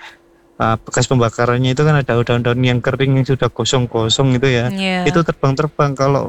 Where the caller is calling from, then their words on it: East Java, Indonesia; di daerah saya di daerah Wagiring Jedong, Kabupaten Malang. Kebetulan rumah saya ini di perumahan kecil, Mbak, di pinggir ya, yang mepet dengan kebun tebu.